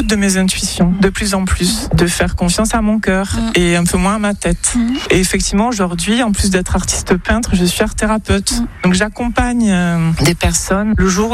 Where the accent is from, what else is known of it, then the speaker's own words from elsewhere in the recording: Bayonne, Nouvelle-Aquitaine, France; j'ai 48 ans et je suis de Bayonne.